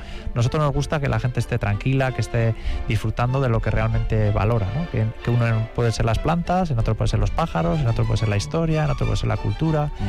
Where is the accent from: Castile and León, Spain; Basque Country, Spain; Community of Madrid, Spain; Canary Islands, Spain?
Basque Country, Spain; Bilbao; born there; also born or lived in Musquis; Nací en Santutxu